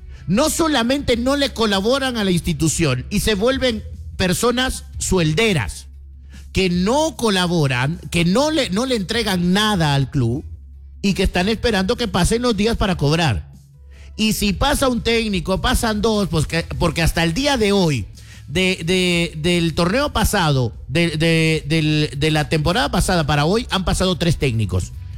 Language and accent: Spanish; Guatemala